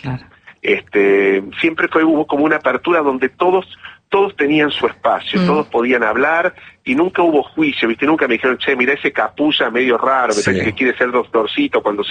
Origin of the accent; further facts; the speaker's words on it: Río Cuarto, Córdoba, Argentina; born there; Yo nací en Río Cuarto, al sur de la provincia de Córdoba.